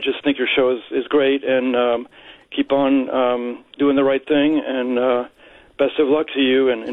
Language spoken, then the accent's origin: English; France; now in Alexandria, United States; I grew up in France.